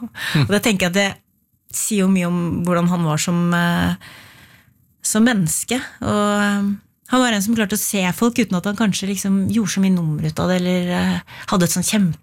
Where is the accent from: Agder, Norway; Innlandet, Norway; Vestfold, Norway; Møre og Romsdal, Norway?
Vestfold, Norway; Re; Skolen var i Tønsberg, ja. Men jeg vokste opp i Re kommune på landet, utenfor Tønsberg.